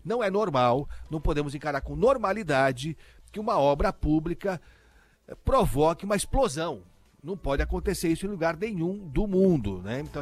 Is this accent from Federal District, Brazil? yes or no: no; São Paulo, Brazil; Eu, como paulistano, tenho vergonha da Sabesp.